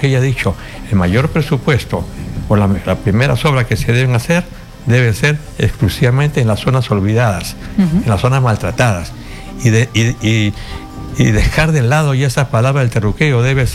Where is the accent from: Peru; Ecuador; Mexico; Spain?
Peru; Aspiro, como peruano, a que haga un buen gobierno.